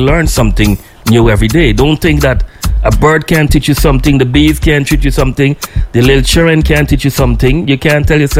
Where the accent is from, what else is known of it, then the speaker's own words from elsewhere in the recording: Guyana; as a little kid growing up in Guyana